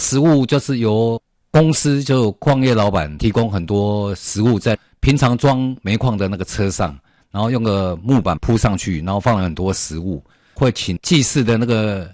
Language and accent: Chinese; Ruifang, New Taipei, Taiwan; 我记得我们家乡在瑞芳的侯洞，农历7月15号都会办很盛大的祭祀。